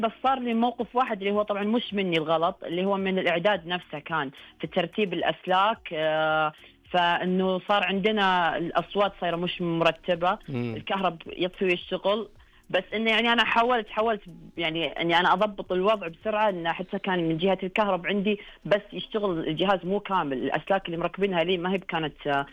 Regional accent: Al-Ahsa, Eastern Province, Saudi Arabia; عندنا بالحسة هنا

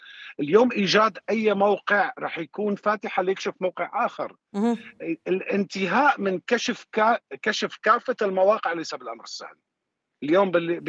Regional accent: Syria; كلياتنا كسوريين شفنا براميل الكلور الصفراء

